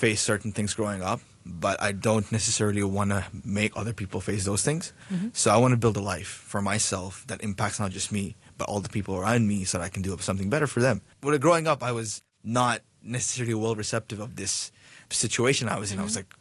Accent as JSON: {"language": "English", "country": "Bangladesh", "moved": "as an adult", "lives_now": "Hong Kong"}